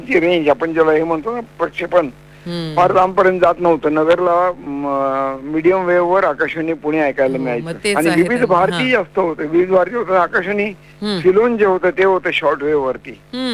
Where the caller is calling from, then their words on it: Ahilyanagar, Maharashtra, India; बोलतोय अहिल्यानगरून.